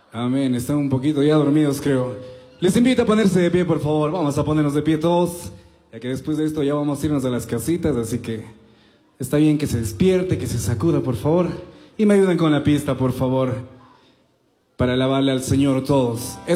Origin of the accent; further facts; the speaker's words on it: Quito, Pichincha, Ecuador; Vengo de la ciudad de Quito, muchas gracias por recibirme. Mi mamita vive aquí en Cajabamba nomás.